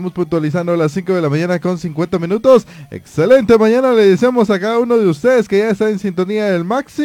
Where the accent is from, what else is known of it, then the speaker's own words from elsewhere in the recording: Guatemala; nuestro país, de Guatemala